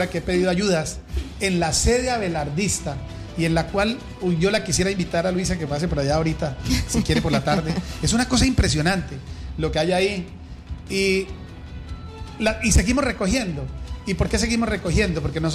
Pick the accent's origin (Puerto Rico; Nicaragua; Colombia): Colombia; San Luis de Palenque, Casanare; moved away; mi patria chica, que era San Luis de Palenque, en el Casanare.